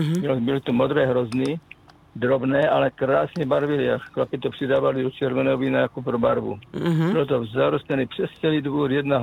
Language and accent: Czech; Kyjov, South Moravian Region, Czechia; born there; Je to moravské Slovácko, mikroregion Bzenec. Narodil jsem se v Kyjově.